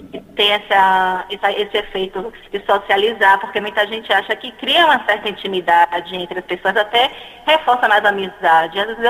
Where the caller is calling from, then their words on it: Milan, Lombardy, Italy; Eu falo de Milão.